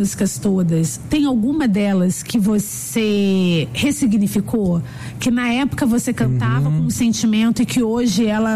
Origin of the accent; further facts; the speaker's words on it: São Gonçalo, Rio de Janeiro, Brazil; Com os meninos, que é lá da minha terra, os garotinhos.